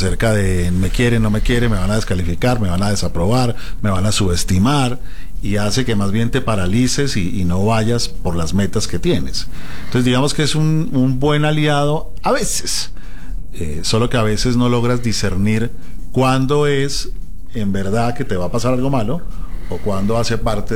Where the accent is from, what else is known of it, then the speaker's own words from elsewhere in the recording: Bogotá, Colombia; Vengo desde Colombia.